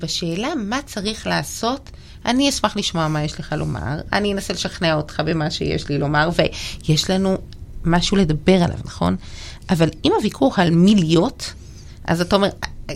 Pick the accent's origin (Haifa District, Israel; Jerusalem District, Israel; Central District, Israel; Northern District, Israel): Jerusalem District, Israel; Jerusalem; אני ירושלמית, הגעתי לפה מירושלים